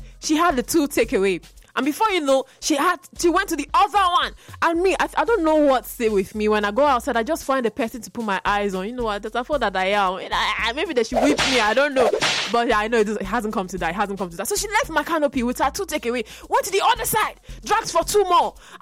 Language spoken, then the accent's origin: English; Nigeria; as a Nigerian in total